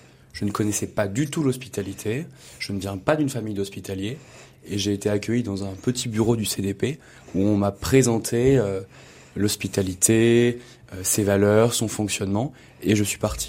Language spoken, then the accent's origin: French; Orcival, Auvergne-Rhône-Alpes, France; Je viens d'Orcival, qui est un haut lieu de pèlerinage marial aussi.